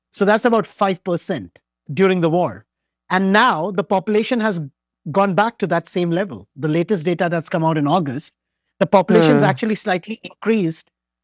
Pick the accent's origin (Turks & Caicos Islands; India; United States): India; I come from India, I see that in India.